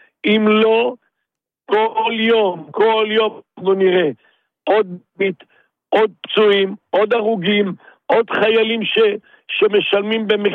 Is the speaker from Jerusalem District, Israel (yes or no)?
no; Northern District, Israel; אני מהגליל המזרחי